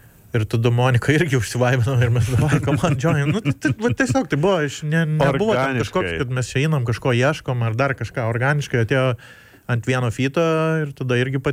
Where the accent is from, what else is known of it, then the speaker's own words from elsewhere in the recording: Mažeikiai, Telšiai County, Lithuania; aš taip pat iš Mažeikių esu